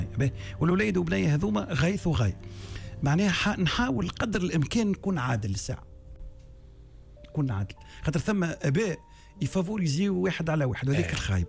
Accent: Matmata, Gabès Governorate, Tunisia; انا ضد، اولا انا محافظ جنوبي من مطماطه، وكلنا التوانسه

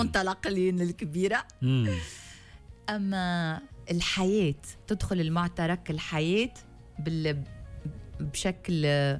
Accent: Tunisia; moved away as an adult; now in France; انا تونسيه بروحي وبوجداني

